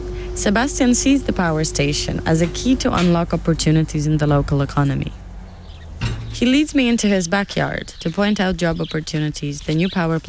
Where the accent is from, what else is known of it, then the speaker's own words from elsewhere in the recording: Poland; moved away; over a decade, and I don't live in Poland anymore. But being immersed in this beauty makes me appreciate my home country even more.